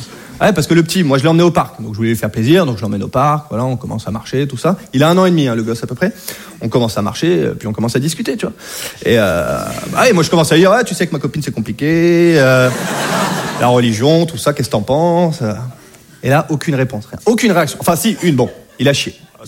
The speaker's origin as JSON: {"language": "French", "region": "Hauts-de-France", "country": "France", "moved": "as an adult", "lives_now": "Paris, France", "said": "Je viens de Picardie. Et maintenant, je vis à Paris. Je suis venu à Paris faire mes études et puis bosser aussi."}